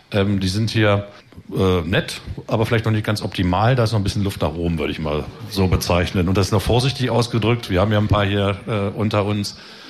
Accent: Goslar, Lower Saxony, Germany; born there; Gut, ich bin ja gebürtiger Goslarer, war auch wirtschaftlich in Goslar aktiv, habe da relativ gute Kontakte.

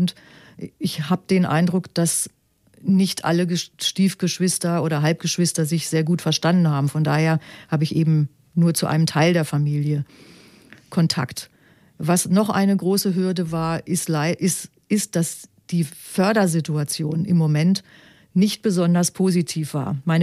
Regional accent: Pirmasens, Rhineland-Palatinate, Germany; meine Jugend erinnert in Pirmasens. Ich bin ja in der Pfalz aufgewachsen.

